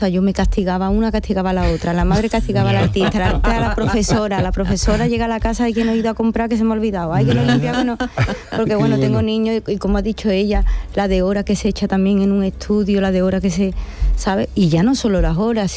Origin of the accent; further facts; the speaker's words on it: Seville, Andalusia, Spain; Y no se puede hacer en Bienal de Sevilla, me da mucha pena porque es mi tierra. Tengo 49 años, es mi momento